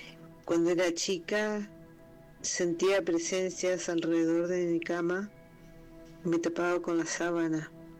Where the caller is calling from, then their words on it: Argentina; de Argentina.